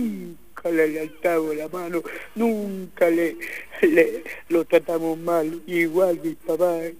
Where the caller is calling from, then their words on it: Chile; De aquí, del Sauco.